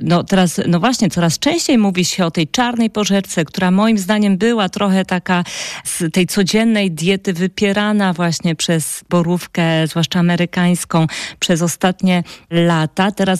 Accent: Poland; ja pochodzę z południowo-wschodniej Polski

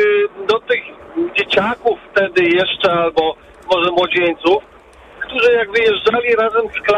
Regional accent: Germany; also born or lived in Poland; now in Skierniewice area, Poland; Ja akurat wychowałem się w Niemczech nie ze swojego wyboru

